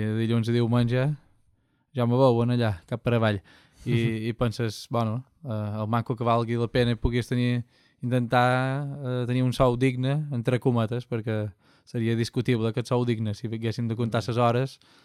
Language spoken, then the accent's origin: Catalan; Ferreries, Balearic Islands, Spain; som de Ferreries